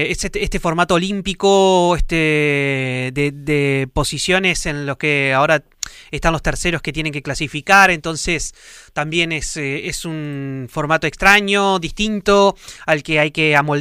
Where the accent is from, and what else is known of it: Argentina